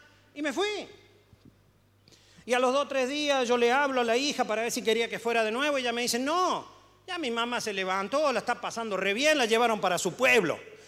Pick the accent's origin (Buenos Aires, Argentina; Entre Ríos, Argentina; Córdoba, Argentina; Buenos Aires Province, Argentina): Córdoba, Argentina; como buen cordobés cara dura